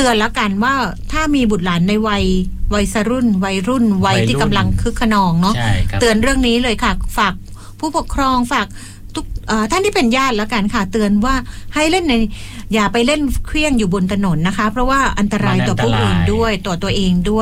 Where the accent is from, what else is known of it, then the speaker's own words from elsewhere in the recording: Phuket, Thailand; เราเป็นชาวภูเก็ต